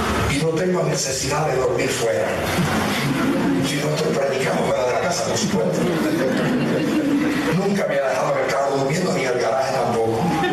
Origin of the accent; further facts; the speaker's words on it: Puerto Rico; Así somos nosotros los puertorriqueños, ¿saben?